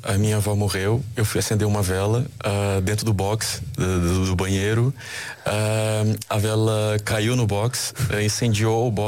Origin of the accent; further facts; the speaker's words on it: São Luís, Maranhão, Brazil; moved away; a cultura da minha cidade, que é São Luís, e a cultura do meu estado, que é o Maranhão.